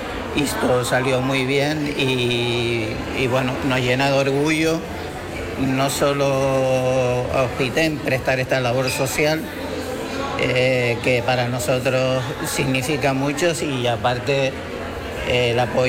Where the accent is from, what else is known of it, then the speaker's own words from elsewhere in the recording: Tenerife, Canary Islands, Spain; also born or lived in Puerto Vallarta; now in Los Cabos, Mexico; que es de Tenerife igual que yo